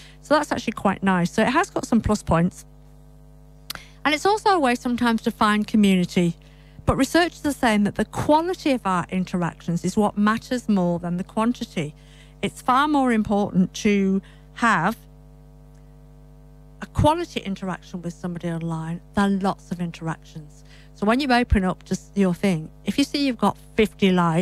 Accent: North West England, United Kingdom; accent: British English; also born or lived in Yorkshire; now in Swan Valley, Australia; We get a lot of rain in the part of the world I come from. I was born in Yorkshire but grew up in Lancashire, which is not far from Manchester, which is known to be a very wet place with lots of rain.

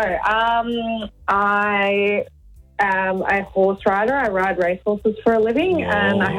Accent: Melbourne, Victoria, Australia; now in Brisbane, Australia; I'm actually originally from Melbourne.

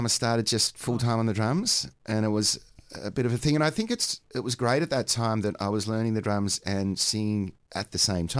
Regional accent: Melbourne, Victoria, Australia; I was brought up in Middle Park, the Albert Park area, and my parents had lived around quite a bit in the country. They lived on King Island for a while and eventually settled.

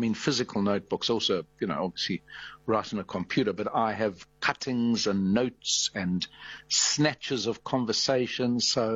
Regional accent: South Africa; also born or lived in Argentina; the history that I'd lived through in South Africa, which was quite tumultuous from my birth in late 1956 right through to 2007.

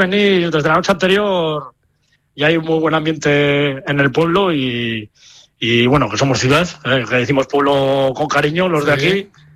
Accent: Haro, La Rioja, Spain; Que es el nombre que tenemos los que somos de aquí de Haro, ¿no?

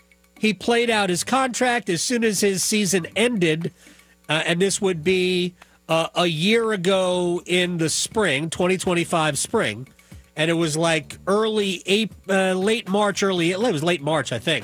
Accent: New Jersey, United States; moved away; I grew up in New Jersey

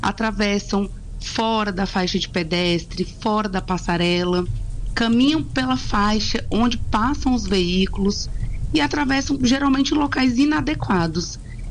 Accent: Brasília, Federal District, Brazil; moved away as an adult; now in Espírito Santo, Brazil; Eu sou de Brasília, né? Eu não sou daqui do estado.

